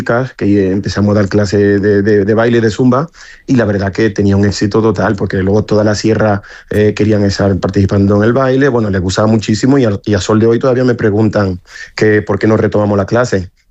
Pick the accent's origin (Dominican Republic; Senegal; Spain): Dominican Republic; que yo me presenté como dominicano.